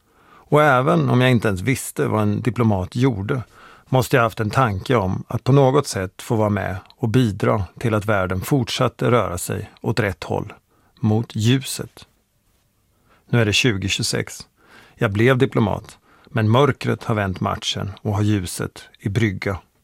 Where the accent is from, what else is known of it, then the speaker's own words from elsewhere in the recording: Borensberg, Östergötland, Sweden; moved away; hemma i Borensberg utanför Motala där jag växte upp.